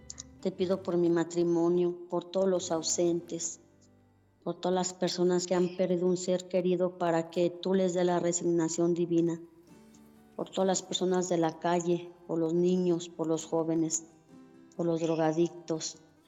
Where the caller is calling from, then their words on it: Ocotlán, Jalisco, Mexico; De aquí de Ocotlán, Jalisco.